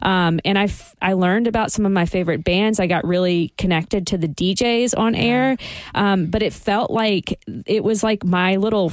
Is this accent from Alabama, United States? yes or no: yes; Mobile, Alabama, United States; moved away; I'm from Mobile, Alabama.